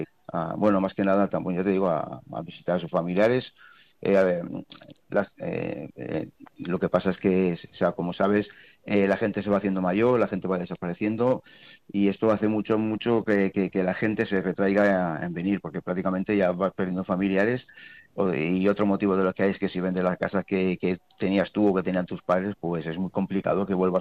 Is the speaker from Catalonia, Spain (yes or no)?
yes; Barcelona, Catalonia, Spain; born there; yo ya soy nacido en Barcelona, pero bueno, me ha tirado mi mujer es de aquí de Puebla del Maestre, mis padres, mis abuelos.